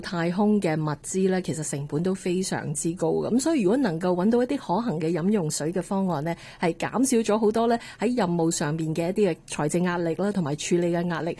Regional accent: Canada; 我哋加拿大人

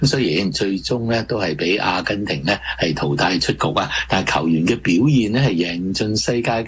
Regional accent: Canada

